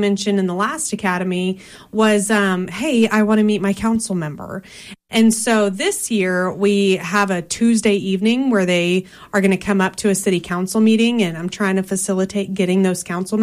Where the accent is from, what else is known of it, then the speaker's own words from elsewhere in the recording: Texas, United States; now in Lawton, United States; I'm from South Texas